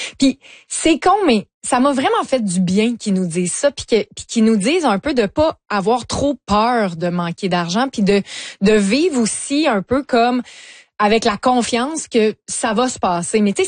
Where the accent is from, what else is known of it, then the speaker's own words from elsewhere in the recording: Lévis, Quebec, Canada; Parce que moi, je viens de Lévis. Puis le premier, le OG oui. Chocolat favori était sur la rue Bégin à Lévis.